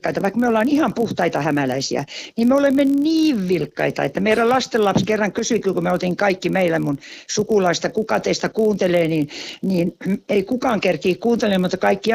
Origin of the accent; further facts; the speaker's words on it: Jokioinen, Tavastia Proper, Finland; born there; Jokioisilla mä synnyin ison maalaistalon.